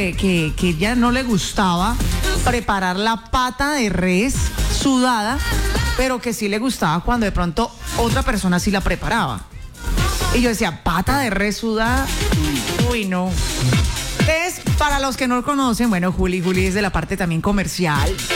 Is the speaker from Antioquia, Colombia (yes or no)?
no; Cali, Valle del Cauca, Colombia; Soy una mala caleña.